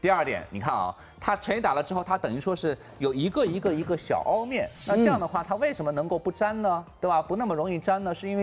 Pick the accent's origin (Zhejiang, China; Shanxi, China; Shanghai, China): Shanghai, China; 所以铁锅其实我们上海人炒菜啊，其实是蛮用得着的